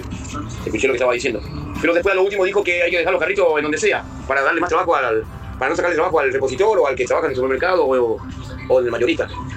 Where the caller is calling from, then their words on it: Marcos Paz, Buenos Aires Province, Argentina; el camionero de Marcos Paz, el que le habla.